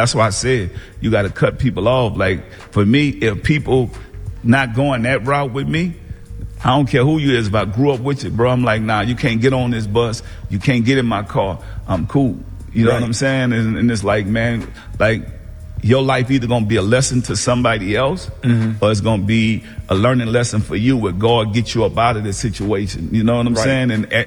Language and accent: English; New Orleans, Louisiana, United States; moved away; also born or lived in Richmond, California; I'm from New Orleans, and then I went to Richmond, California.